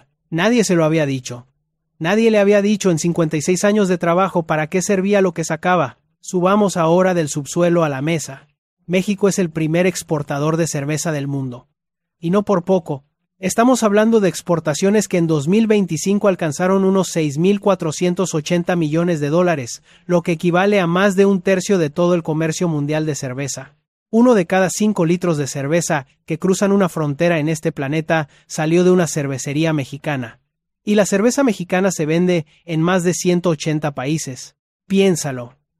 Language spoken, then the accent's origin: Spanish; Netherlands; Yo, que soy holandés